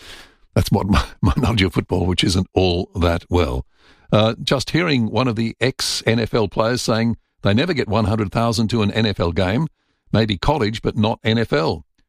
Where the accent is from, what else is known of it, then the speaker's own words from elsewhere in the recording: Melbourne, Victoria, Australia; and I remember growing up in Melbourne, the fact that on a Saturday you'd have nothing to do and your footy team was out of the competition or not doing well, you'd say, what's on at the G?